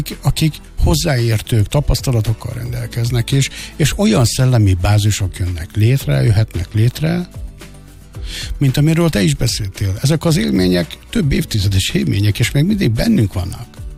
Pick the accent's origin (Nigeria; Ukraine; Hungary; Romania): Hungary; Mi magyarok vagyunk.